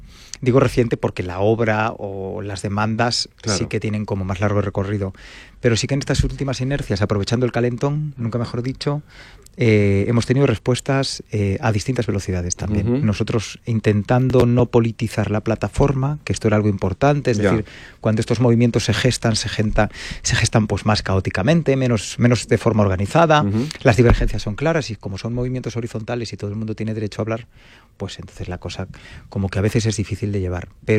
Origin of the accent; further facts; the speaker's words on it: Galicia, Spain; yo por ejemplo soy gallego, y entonces es difícil allí que no haya un techo